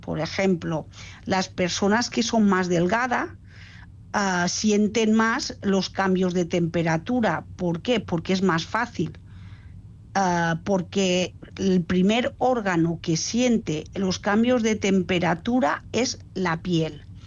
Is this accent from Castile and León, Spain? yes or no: no; Balearic Islands, Spain; yo vivo, que soy mallorquina, que aquí con la humedad